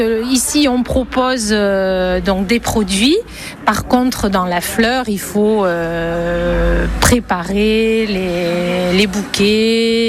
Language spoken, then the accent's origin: French; Mirepeix, Nouvelle-Aquitaine, France; born or raised there